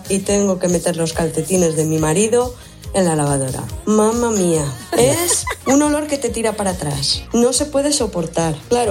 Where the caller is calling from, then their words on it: Beniarrés, Valencian Community, Spain; de Beniarrés